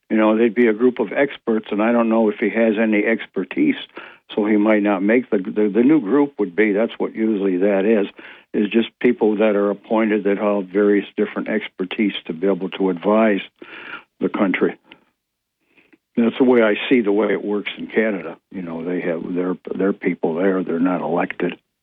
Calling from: Ithaca, New York, United States; of Greater Ithaca.

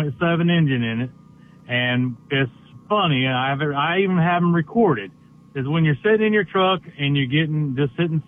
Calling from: Augusta, Georgia, United States; I'm calling from Augusta, Georgia.

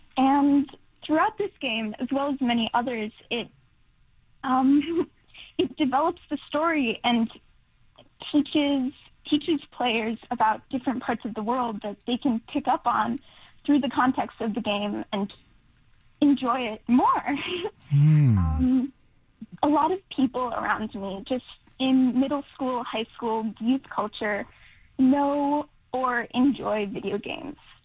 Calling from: Eagle Rock, California, United States; from Eagle Rock

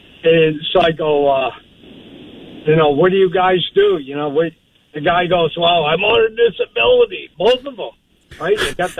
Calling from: Burlington, Vermont, United States; I'm calling from Burlington. So I get a job in Winooski at a hotel.

